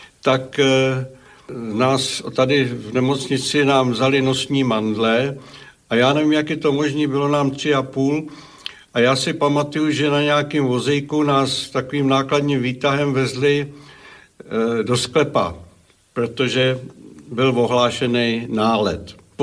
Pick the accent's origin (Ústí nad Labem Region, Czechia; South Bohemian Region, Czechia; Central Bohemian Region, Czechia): Ústí nad Labem Region, Czechia; Lovosice; born there; first language German; Czech is a second language; No a my jsme se narodili v Sudetech tím pádem, tedy v těch Lovosicích, a stalo se tedy, že naše mateřština byla němčina, protože babička měla taky německé občanství